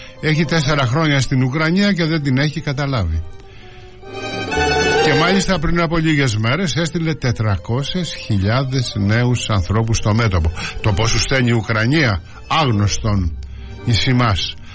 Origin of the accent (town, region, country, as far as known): Greece